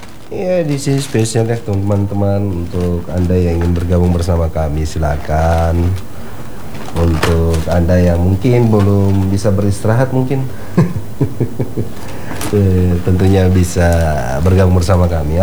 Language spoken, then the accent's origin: Indonesian; Tolitoli, Central Sulawesi, Indonesia; Ya, dari Sulawesi Tengah kalau saya, dari Sulawesi Tengah.